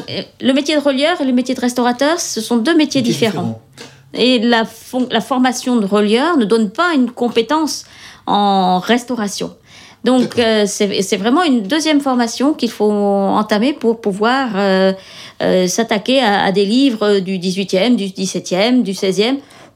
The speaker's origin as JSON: {"language": "French", "town": "Saint-Sauveur", "region": "Brittany", "country": "France", "tie": "born or raised there", "also_born_or_lived": "Brest", "said": "Je suis originaire de Saint-Sauveur, là où je suis installée maintenant. J'ai habité 10 ans à Brest, effectivement, puisque j'ai travaillé pendant 10 ans à Brest. Et après, je suis revenue m'installer dans des bâtiments de ferme qui appartenaient à mes parents."}